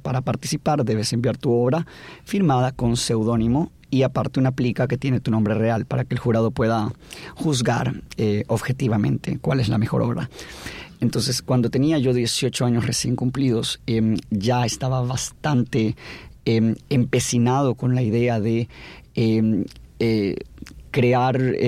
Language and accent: Spanish; Buenos Aires, Argentina; Es un pequeño mundo muy complejo en sí mismo, que en el que crecí en Buenos Aires.